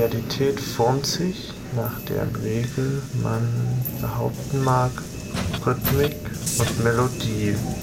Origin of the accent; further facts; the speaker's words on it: Munich, Bavaria, Germany; Ich spreche als Münchner.